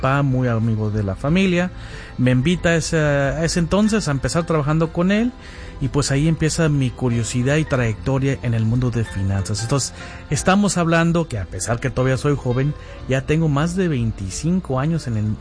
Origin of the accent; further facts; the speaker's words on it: Los Angeles, California, United States; born there; Yo nací aquí en Los Ángeles, señor Humberto. Mis papás son de México, los dos son de Jalisco. Mi papá de la ciudad de Guadalajara, de hecho, y mi mamá de un pueblito chiquito que se llama San Martín Hidalgo